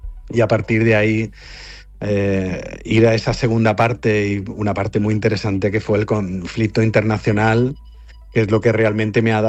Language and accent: Spanish; Spain; porque somos periodistas o porque somos españoles es una cuestión muy a tener en cuenta